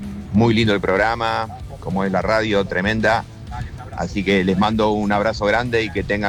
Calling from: Caseros, Buenos Aires Province, Argentina; de la República de Caseros.

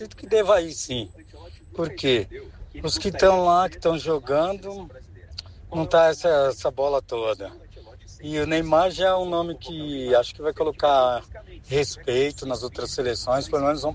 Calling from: São Paulo, Brazil; Cidade Líder.

